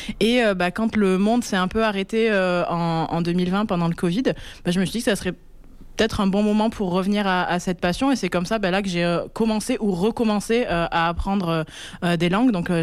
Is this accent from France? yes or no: yes; Nouvelle-Aquitaine, France; now in Bordeaux, France; moi, je viens du Limousin. Et donc, dans le Limousin, bah, sans surprise, c'est l'occitan limousin.